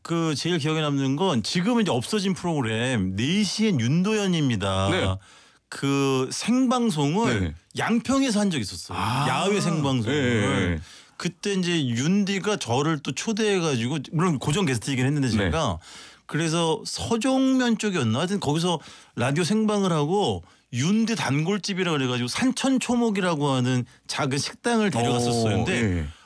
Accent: Seoul, South Korea; 저는 이제 그냥 서울이 고향이어서

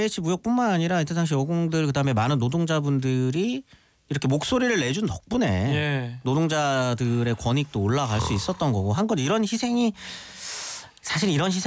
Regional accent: Changwon, South Gyeongsang, South Korea; 제가 마산 사람이기 때문에.

